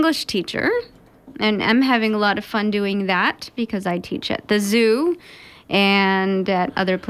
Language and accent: English; New Zealand; moved away as an adult; also born or lived in United States; now in Leipzig, Germany; I came here to study at the University of Leipzig on an exchange from New Zealand, which is where I am from. I'm also American. And I stayed